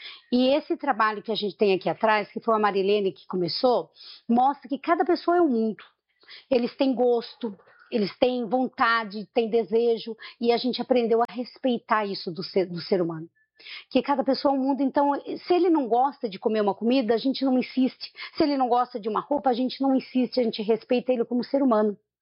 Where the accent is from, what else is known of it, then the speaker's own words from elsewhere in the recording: Jacareí, São Paulo, Brazil; moved away as an adult; now in Águas, Brazil; eu não sou daqui de Águas, eu sou de Jacareí, né? Eu sou de Jacareí. Eu cheguei aqui em 95 para 96. Eu chegando aqui, eu cheguei em maio